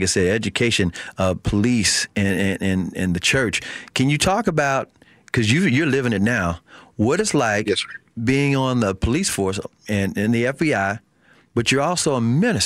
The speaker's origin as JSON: {"language": "English", "town": "Memphis", "region": "Tennessee", "country": "United States", "tie": "born or raised there", "said": "I grew up in Memphis."}